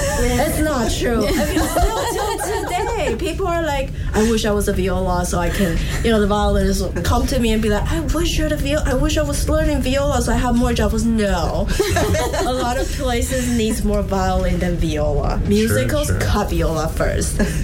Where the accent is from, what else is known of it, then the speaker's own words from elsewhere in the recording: Taiwan; moved away; All right, so, well, I'm from Taiwan